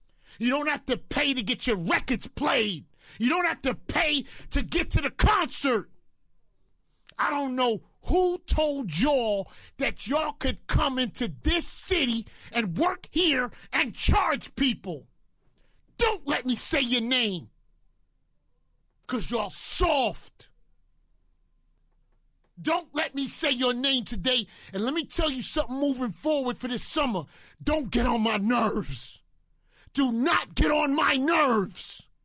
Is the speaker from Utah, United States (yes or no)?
no; New York City, New York, United States; I am from the Bronx, and I've been here a long time.